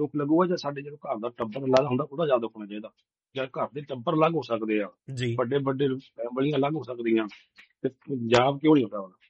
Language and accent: Punjabi; Punjab, India; moved away; ਅਸੀਂ ਉੱਥੇ ਜੰਮੇ ਪੜੇ